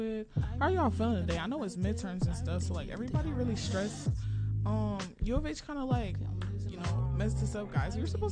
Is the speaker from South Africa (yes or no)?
yes; South Africa; now in United States; guys. I'm a sophomore. I moved here from South Africa. I've been in the U.S. for 3 years